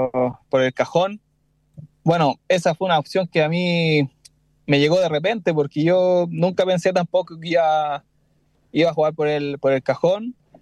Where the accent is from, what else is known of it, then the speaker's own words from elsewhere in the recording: Chile; born there; quedarme 4 meses en Chile, en el club de acá de mi ciudad, de mi pueblo